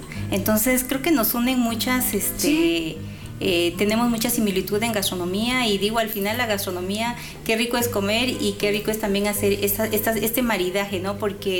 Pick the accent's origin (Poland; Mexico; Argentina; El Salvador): Mexico; nosotras como madres mexicanas